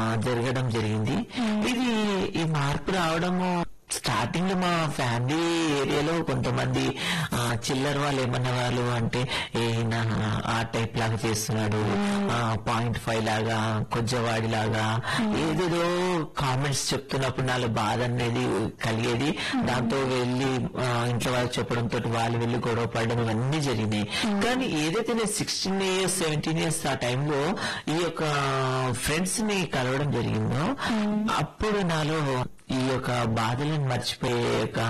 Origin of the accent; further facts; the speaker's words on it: Secunderabad, Telangana, India; నేను పుట్టి పెరిగింది చదువుకున్నంతా సికింద్రాబాద్ ప్రాంతంలోనే.